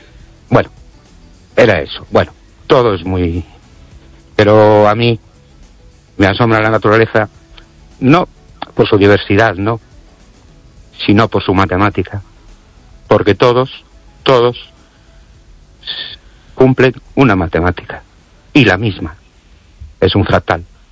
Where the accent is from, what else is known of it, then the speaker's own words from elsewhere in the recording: Brens, Galicia, Spain; Buenas noches, Esther y oyentes … de Brens.